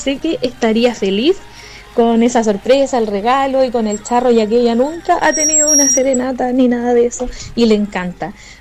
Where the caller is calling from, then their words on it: Chile; Soy del sector de Bombero Garrido